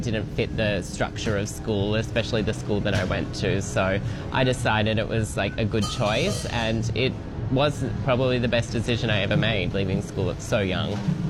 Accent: Australia; moved away as an adult; now in Thailand; I'm from Australia and I have been living in Thailand for 1 year now.

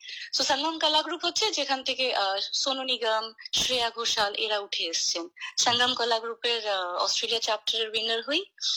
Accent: Assam, India; also born or lived in Bangalore

